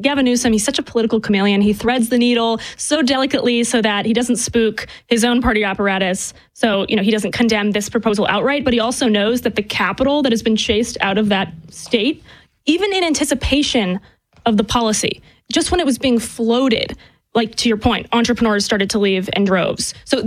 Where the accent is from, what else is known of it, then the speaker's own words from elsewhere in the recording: Florida, United States; My home state is Florida